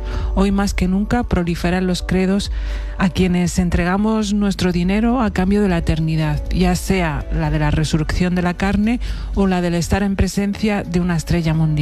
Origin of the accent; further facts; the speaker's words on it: Spain; muchos españoles no nos sentimos representados en esa retransmisión fervorosa de la visita de un señor que hace cosas tan raras como bendecir ambulancias.